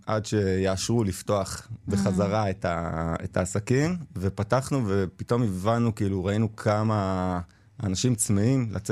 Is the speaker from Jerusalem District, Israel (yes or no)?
no; Misgav, Northern District, Israel; now in Netanya, Israel; בגדול, אני גדלתי במשגב את כל הילדות שלי. ולפני שבע שנים, כמובן שסיימתי את הצבא, עברתי למרכז כמו כולם.